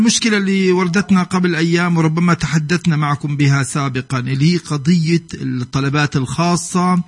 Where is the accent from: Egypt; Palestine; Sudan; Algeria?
Palestine; Bethlehem, West Bank